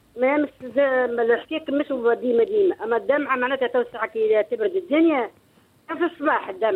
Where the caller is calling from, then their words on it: Sidi Bouzid, Tunisia; من سيدي بوزيد.